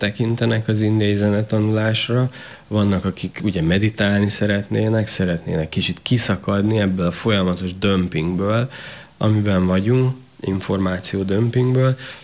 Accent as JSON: {"language": "Hungarian", "country": "Hungary", "said": "ez egy magyar gyerek, aki ezt az indiai zenét műveli."}